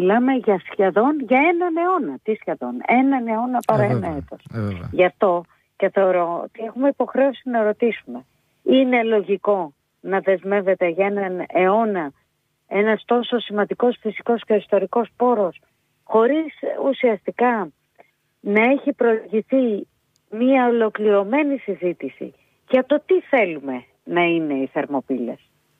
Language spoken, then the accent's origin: Greek; Lamia, Central Greece, Greece; Εγώ που είμαι από τη Λαμία